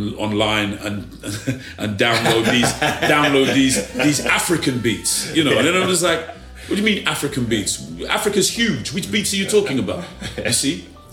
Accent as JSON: {"language": "English", "region": "England", "country": "United Kingdom", "tie": "born or raised there", "said": "it's rooted in Yoruba, but I have this UK perspective. Why? Because I grew up here."}